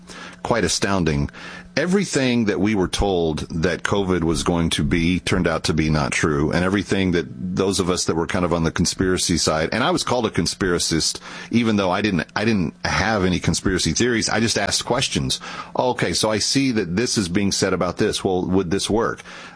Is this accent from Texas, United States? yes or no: yes; Texas, United States; I remember, Linda, growing up in Texas, watching your dad on TV commercials.